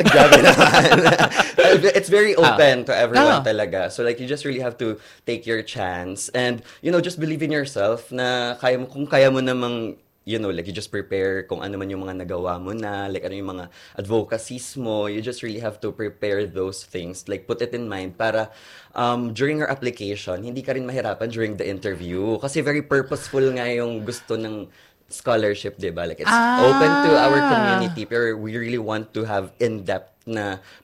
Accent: Cebu, Central Visayas, Philippines; especially like I'm from Cebu. So, flying here sa Luzon, staying sa Laguna, yun, and staying away from home.

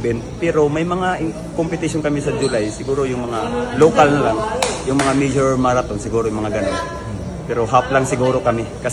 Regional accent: Caraga, Philippines; From Agusan del Sur.

